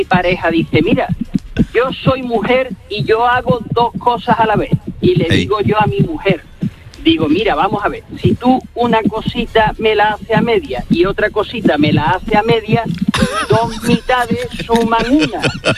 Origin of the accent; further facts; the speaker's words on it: Algeciras, Andalusia, Spain; porque yo soy de Algeciras